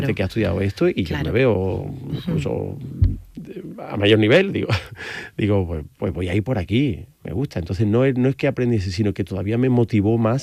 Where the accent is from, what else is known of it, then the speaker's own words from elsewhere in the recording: Seville, Andalusia, Spain; also born or lived in Madrid; Yo, sí, nací en Madrid, pero bueno, lo utilizo cuando interesa. Me interesa. Vale. Pero el acento me delata, en fin, donde sí, vivo, bueno, soy sevillano.